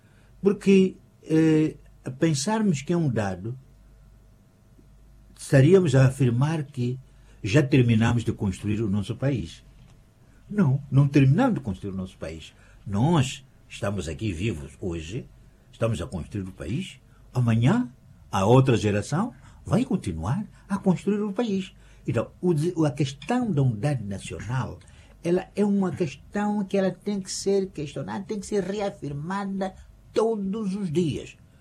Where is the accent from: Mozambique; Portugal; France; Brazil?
Mozambique; Inhambane; first language Tswa; Portuguese is a second language; eu sou de Inhambana, sou falo Xitsua, eu sou misto de Bitonga e Matos, sim senhora, eu pertenço àquela